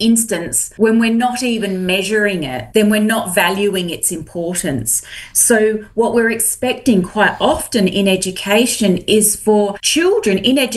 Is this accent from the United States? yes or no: no; Adelaide, South Australia, Australia; And how exciting that it's in my hometown of Adelaide too